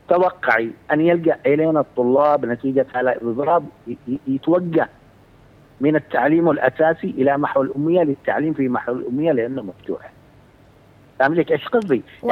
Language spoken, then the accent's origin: Arabic; Aden, Yemen; أنا سأتحدث عن مدينتي، عن مدينة عدن.